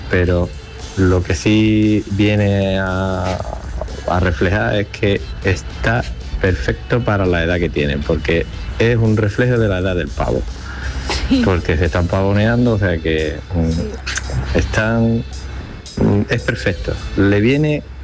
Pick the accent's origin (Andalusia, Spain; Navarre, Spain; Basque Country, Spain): Andalusia, Spain; Málaga; Hola, buenos días … de Málaga.